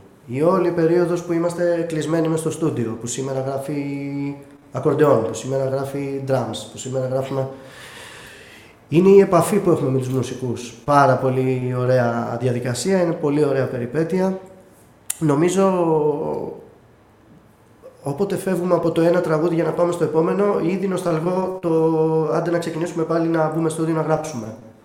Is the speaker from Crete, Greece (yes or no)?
yes; Crete, Greece; το έχω συνδυάσει με τα παιδικά μου χρόνια στην Κρήτη, που μεγάλωσα με παππούδες, με γιαγιάδες, με τα ξαδέρφια μου, παίζαμε στην αυλή